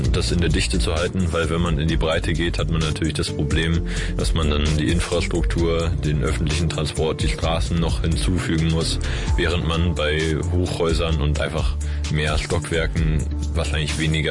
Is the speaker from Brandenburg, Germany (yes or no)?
no; Berlin, Germany; ich bin 19 Jahre alt, habe gerade mein Abi vollendet. Ich komme aus dem Bezirk Weißensee-Pankow.